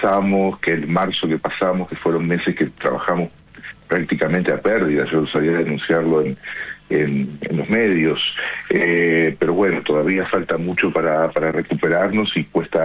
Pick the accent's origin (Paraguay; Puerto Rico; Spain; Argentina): Argentina; Rosario, Santa Fe; born there; Yo he nacido en la ciudad de Rosario, vivo en la ciudad de Rosario.